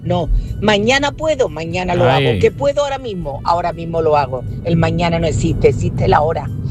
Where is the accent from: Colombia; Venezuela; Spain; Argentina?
Spain; Marbella, Andalusia; Hola, buenas tardes … de Marbella.